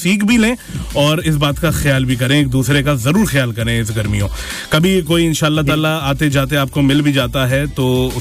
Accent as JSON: {"language": "Hindi", "town": "Aligarh", "region": "Uttar Pradesh", "country": "India", "said": "वैसे मैं इंडिया से हूँ, मैं अलीगढ़ से हूँ, यूपी उत्तर प्रदेश जो स्टेट लगती है, और खासम खास जगह अलीगढ़"}